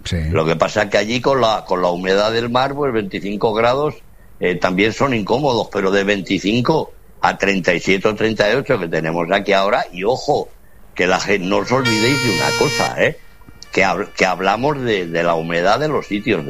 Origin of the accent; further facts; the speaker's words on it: Navia, Asturias, Spain; moved away; me conecto con una hueca que hay en mi pueblo y me doy una vueltecita por Navia todos los días.